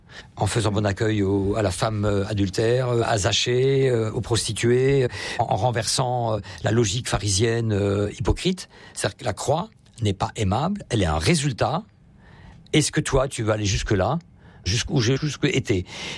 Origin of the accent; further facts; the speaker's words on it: Grand Est, France; et notamment le Vendredi Saint chez nous en Alsace qui est férié